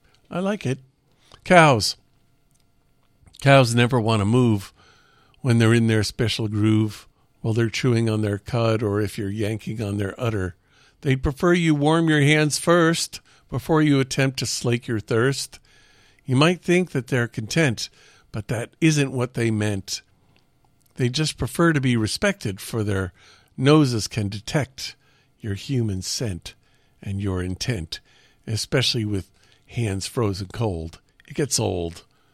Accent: Woodstock, New York, United States; I grew up in Woodstock. And we're driving up Vandell Road where I grew up.

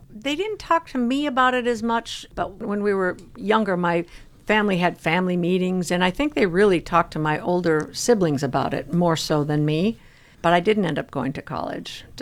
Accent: Colorado, United States; also born or lived in Minnesota / Caribbean; I was born in Minnesota. Okay. And then moved to Colorado for middle school and high school. And then I moved to the Caribbean and lived in the Caribbean

